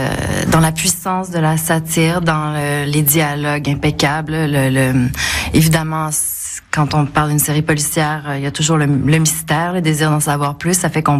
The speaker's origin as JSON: {"language": "French", "region": "Quebec", "country": "Canada", "said": "Moi, pour ma part, comme je suis québécoise, je ne savais pas que mon personnage avait existé vraiment."}